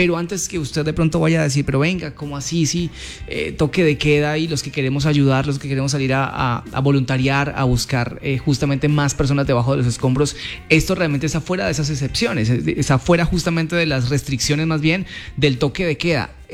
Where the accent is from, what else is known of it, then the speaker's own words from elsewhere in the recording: Cali, Valle del Cauca, Colombia; nunca vamos a olvidar cómo nos unimos como caleños